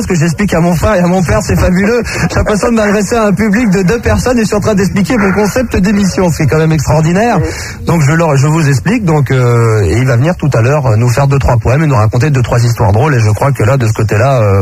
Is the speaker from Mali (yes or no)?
no; Versailles, Île-de-France, France; born there; Je suis né aux Franciscaines, t'as qu'à y aller, vous y allez tous demain.